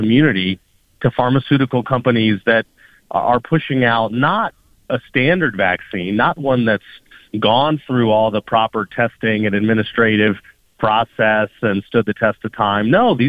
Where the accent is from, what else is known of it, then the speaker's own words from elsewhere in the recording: United States; as an American people